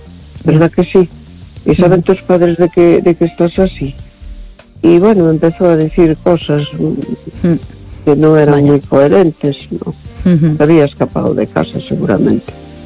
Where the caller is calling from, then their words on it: A Coruña, Galicia, Spain; Hola, buenas noches. … de La Coruña.